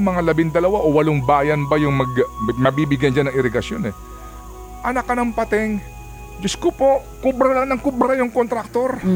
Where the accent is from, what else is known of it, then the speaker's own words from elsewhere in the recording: Eastern Visayas, Philippines; doon sa amin sa Leyte